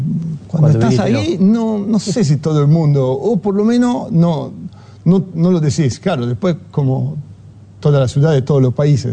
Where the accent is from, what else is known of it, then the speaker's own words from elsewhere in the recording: Rome, Lazio, Italy; moved away as an adult; now in Uruguay; Yo nací en Roma